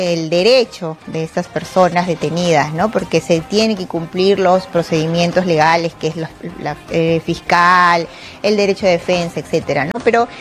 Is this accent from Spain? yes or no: no; Peru; todos nos alegra como peruanos